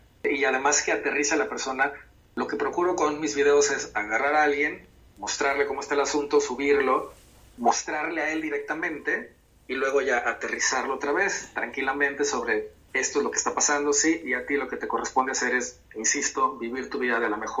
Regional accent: Mexico; voy a comenzar una gira nacional aquí en mi país

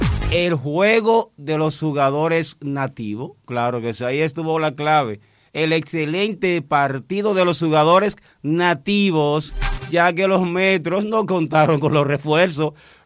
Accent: Sabana Grande de Boyá, Monte Plata, Dominican Republic; de Sabana Grande de Boyá, de donde yo soy oriundo

